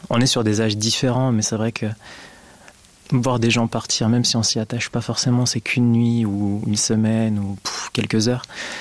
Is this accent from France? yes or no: no; Switzerland; que ce soit chez nous en Suisse ou dans des autres pays